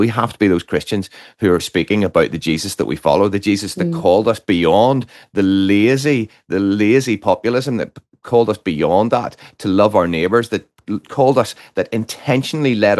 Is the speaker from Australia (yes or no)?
no; Northern Ireland, United Kingdom; I come from Northern Ireland